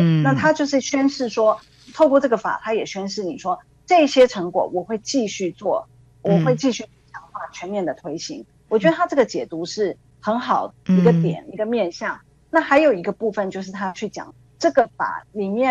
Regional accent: Taiwan; 因为我们台湾人也会常听到中华民族中华民族

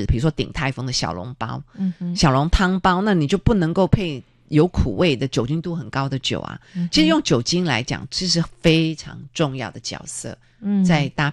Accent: Taiwan; 我是台湾长大的孩子，我的食物我最思念的就是猪血糕啊、牛肉面啊、蚵仔煎啊、还有肉丸啊。

